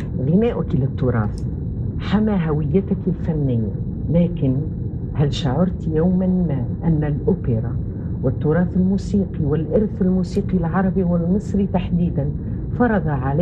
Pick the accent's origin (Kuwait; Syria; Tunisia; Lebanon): Tunisia; يلزمك تتعود على لهجتنا إذا كنت تحب تطلع على ركح كرتاج